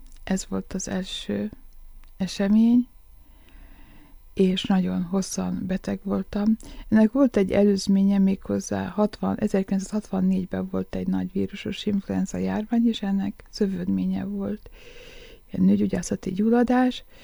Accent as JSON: {"language": "Hungarian", "region": "Békés", "country": "Hungary", "tie": "born there", "said": "akkor, mikor befejeztem az egyetemet, és visszamentünk Békésre"}